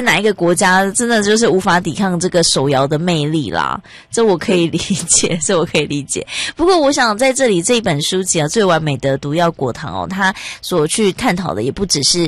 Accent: Taiwan

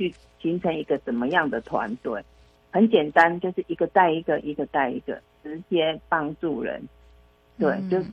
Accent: Kaohsiung, Taiwan; 主持人好，听众朋友大家好，

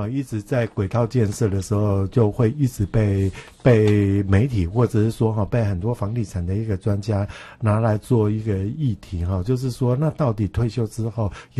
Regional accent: Kaohsiung, Taiwan; also born or lived in Chiayi; now in Taipei, Taiwan; 我是高雄人，所以我对他第一我也熟悉，

